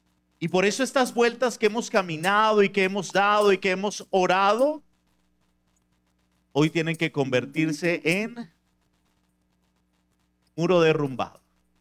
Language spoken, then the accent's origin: Spanish; Venezuela